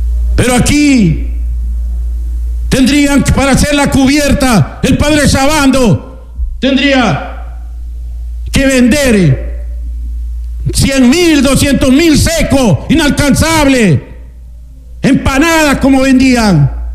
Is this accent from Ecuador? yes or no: yes; Pimocha, Los Ríos, Ecuador; Pero soy de Pimocha.